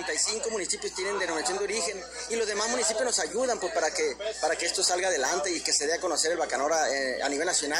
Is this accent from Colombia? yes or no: no; Rosario Tesopaco, Sonora, Mexico; now in Ciudad Obregón, Mexico; Estamos en Ciudad Obregón, aunque somos de la Sierra de Rosario Tezopac, estamos en Ciudad Obregó